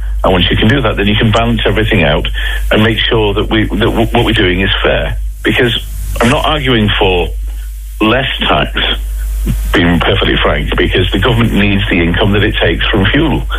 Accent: County Cork, Ireland; despite my funny accent, North Cork is home for me. And my mum doesn't have any of those options around Mallow in North Cork.

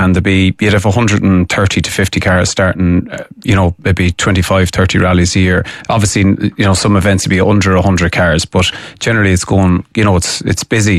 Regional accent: Connacht, Ireland; get a job in the west of Ireland. I'm from Mayo.

